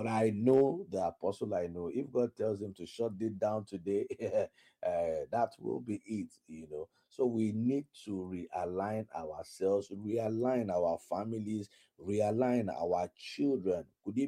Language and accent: English; Osogbo, Osun, Nigeria; now in Abuja, Nigeria; in my hometown, in Oshogbo